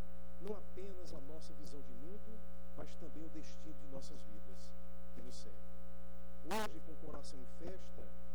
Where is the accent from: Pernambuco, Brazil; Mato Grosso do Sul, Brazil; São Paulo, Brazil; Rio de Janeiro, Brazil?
Pernambuco, Brazil; Araripina; born there; moved away; also born or lived in Simões, Piauí; E me transporta diretamente para Araipina, que o clima é mais ameno. E lá não é sertão, é agreste, é agreste pernambucano, no querido estado do Pernambuco, onde nasci